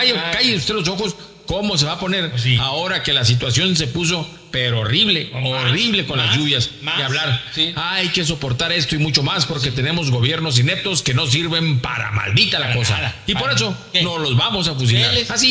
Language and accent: Spanish; Ciudad Juárez, Chihuahua, Mexico; los que somos de Juárez